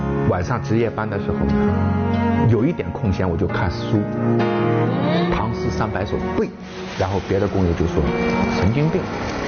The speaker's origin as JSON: {"language": "Chinese", "town": "Wuzhen", "region": "Zhejiang", "country": "China", "tie": "born or raised there", "said": "因为我的家乡乌镇曾经非常落后，然而乌镇在那时候最落魄的时候，的确乌镇还是保留了很多的图书室，也有很多的电影院。我外婆家跟茅盾家很近啊，不到50米。"}